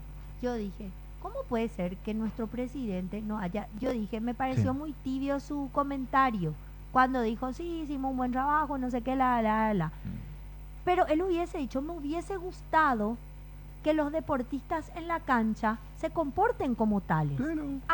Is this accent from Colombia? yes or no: no; Paraguay; nosotros como paraguayos